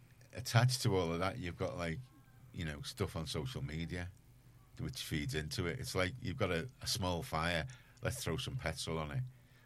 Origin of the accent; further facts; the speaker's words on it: Liverpool, North West England, United Kingdom; I grew up in Garston, and you know, there wasn't a lot of black people there